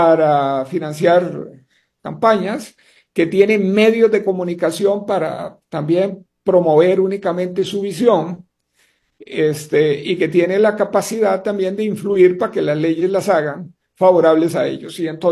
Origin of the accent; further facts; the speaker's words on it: Costa Rica; yo me siento costarricense